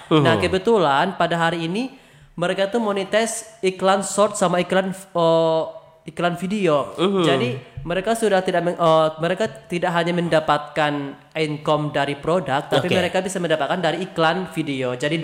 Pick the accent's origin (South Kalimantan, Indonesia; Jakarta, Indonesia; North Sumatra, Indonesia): North Sumatra, Indonesia; born there; Kebetulan Siputol ini adalah nama kampung saya bang.